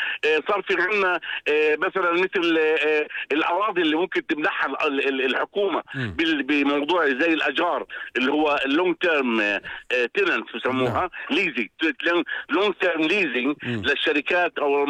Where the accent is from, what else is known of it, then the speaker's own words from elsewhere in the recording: Jordan; عندنا في الأردن